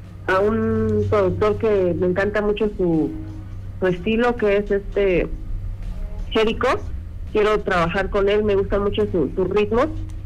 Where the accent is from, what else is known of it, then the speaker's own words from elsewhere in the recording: Naucalpan, State of Mexico, Mexico; moved away as an adult; now in Nezahualcóyotl, Mexico; yo soy de Naucalpan, pero hazte cuenta que ya vivo en Nesa, llevo 5 años acá.